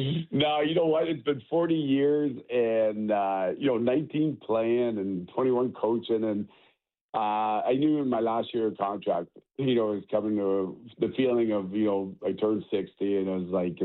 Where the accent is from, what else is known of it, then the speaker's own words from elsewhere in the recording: Kingston, Ontario, Canada; growing up in Kingston, obviously halfway between Toronto and Montreal, a lot of Leaf fans, a lot of Hab fans